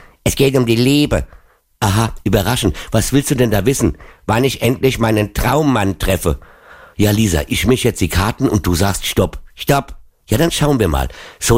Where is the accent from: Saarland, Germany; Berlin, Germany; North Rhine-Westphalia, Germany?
Saarland, Germany; Aus dem Saarland.